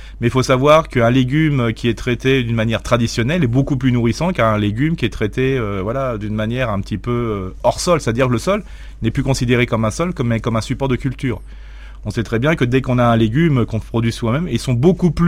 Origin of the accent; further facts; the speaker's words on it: Grand Est, France; tout le monde on est généreux, on est alsacien comme je dis toujours.